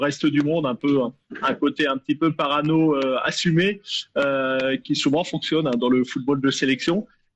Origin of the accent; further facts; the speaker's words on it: France; en tant que Français